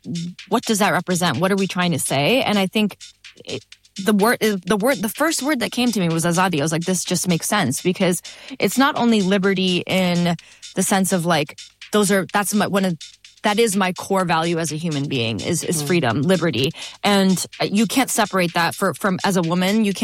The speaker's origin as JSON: {"language": "English", "town": "Lahore", "region": "Punjab", "country": "Pakistan", "tie": "born or raised there", "moved": "yes", "said": "the neighborhood I grew up in Lahore, Pakistan."}